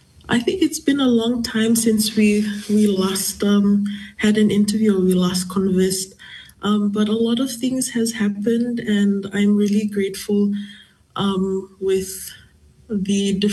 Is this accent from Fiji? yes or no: yes; Fiji; also born or lived in Rotuma; I'm from the Matangali Naingoro, Yavusanayamunu, Viwambaltai level. I also share maternal links to Malha'a, Upu, Pepua, in Rutuma. … I'm 22 years old